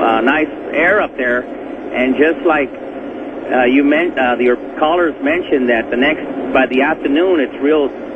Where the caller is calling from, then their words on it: Hesperia, California, United States; I live up in Hesperia by Victorville.